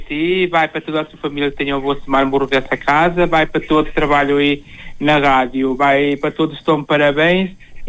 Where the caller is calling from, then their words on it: Norte, Portugal; falo aqui do Norte.